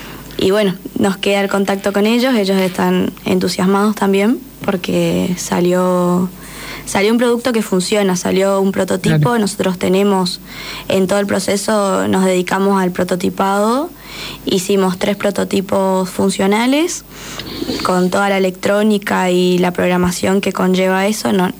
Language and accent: Spanish; Paso de los Libres, Corrientes, Argentina; now in Concordia, Argentina; encontré que había en Concordia, que me queda cerca, soy de Paso de los Libres, de Corrientes.